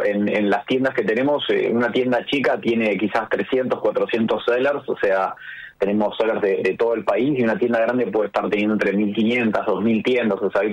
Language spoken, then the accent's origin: Spanish; Argentina